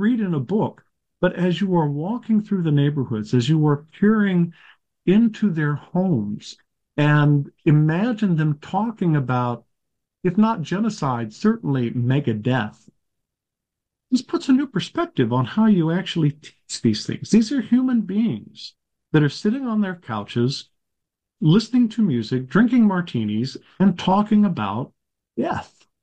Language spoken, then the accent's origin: English; Monterey Park, California, United States; also born or lived in Los Angeles; growing up in Monterey Park